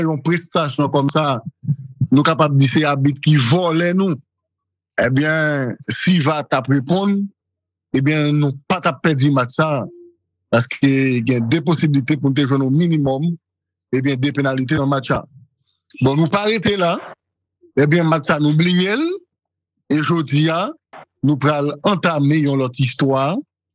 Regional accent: Haiti; Et je dis, hein, en tant que fan Haïti, en tant que Haïtien

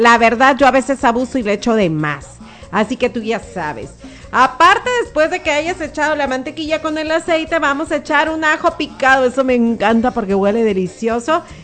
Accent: Tecuala, Nayarit, Mexico; Yo vengo de allá de Tecuala, y así no lo comemos nosotros, no le ponemos peros.

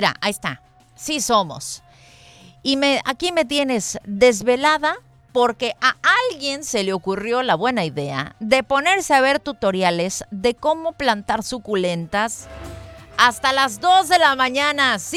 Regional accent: Cancún, Quintana Roo, Mexico; somos los de Cancún

